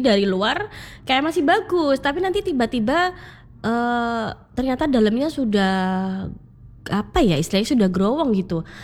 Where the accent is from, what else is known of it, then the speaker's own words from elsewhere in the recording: Surakarta, Central Java, Indonesia; Saya asli Solo dari lahir